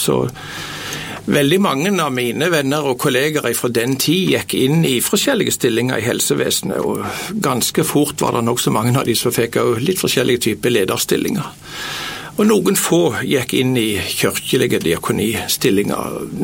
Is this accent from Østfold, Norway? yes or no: no; Varhaug, Rogaland, Norway; moved away as an adult; now in Nærbø, Norway; jeg er født og oppvaksen på Varhaug